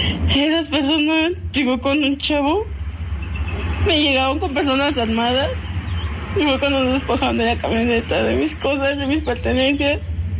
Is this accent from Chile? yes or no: no; Tlahuelpan, Hidalgo, Mexico; Yo soy de Hidalgo, de Tlahuelpan, Hidalgo.